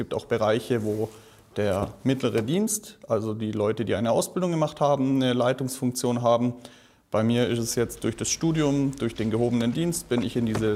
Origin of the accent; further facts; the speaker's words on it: Baden-Württemberg, Germany; also born or lived in Münster; Ich bin ja am grenznahen Raum aufgewachsen in der Nähe zur Schweiz. Und hier sind halt relativ viele Zollkontrollen